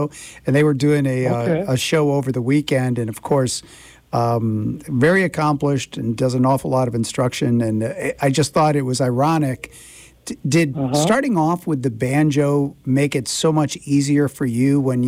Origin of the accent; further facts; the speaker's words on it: Binghamton, New York, United States; moved away; you're going to be playing in my hometown of Binghamton, New York, which I haven't lived there in quite some time